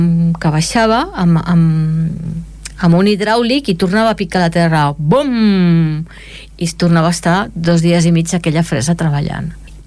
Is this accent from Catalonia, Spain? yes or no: yes; Esplugues de Llobregat, Catalonia, Spain; I encara se'n parla, perquè dic, soc d'Esplugues, i em diuen, del Cau Fec.